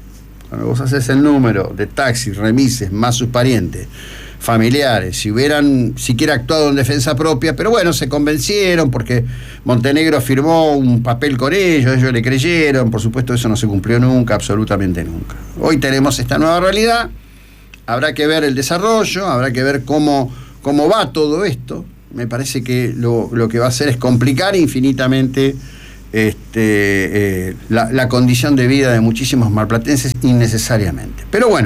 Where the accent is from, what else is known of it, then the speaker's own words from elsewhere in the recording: Argentina; Porque nosotros no nos identificamos como latinos.